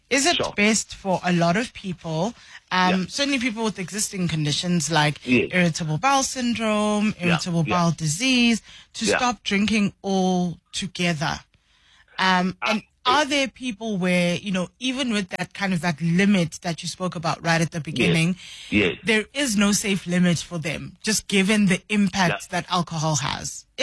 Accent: South Africa

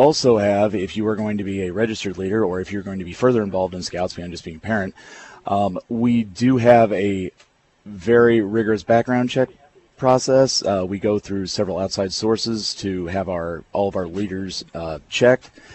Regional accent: Rochester, United States; I'm from the Rochester area.

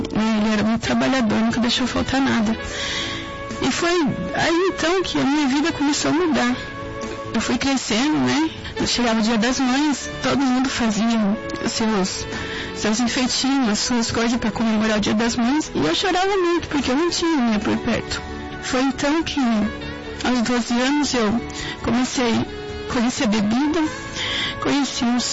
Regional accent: Sorocaba, São Paulo, Brazil; sou da cidade de Sorocaba e eu vim aqui contar meu testemunho. Eu tenho 31 anos

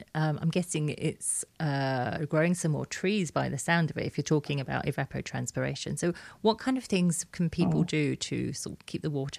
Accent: England, United Kingdom; now in Australia; when I moved over to Australia from England, because we have a lot of chalk in England.

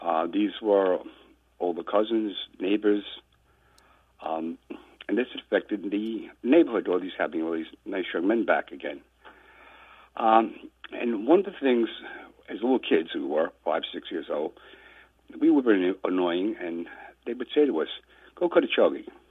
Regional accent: Brooklyn, New York, United States; And, of course, I'm from Brooklyn, they're from Brooklyn

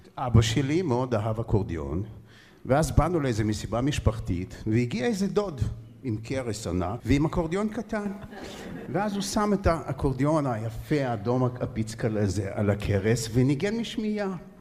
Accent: Moldova; moved away; אני נולדתי וגדלתי וחונכתי בסרביה, שזה היום זה מולדובה. גדלתי על מוזיקה רומנית, מולדבית בעצם, ומוזיקה רוסית, מוזיקה קלאסית.

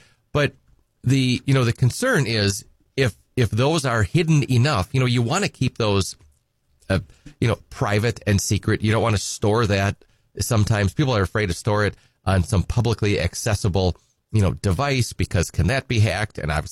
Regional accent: Edgar, Wisconsin, United States; I'm from Edgar originally, and, you know, good hometown Wisconsin Badger. My undergrad is from Madison, but I'm from Edgar.

